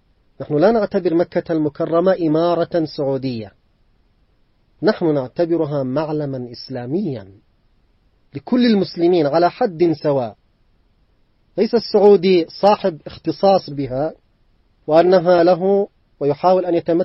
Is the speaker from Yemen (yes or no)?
yes; Yemen; ونحن كشعب يمني بهويتنا الإيمانية الراسخة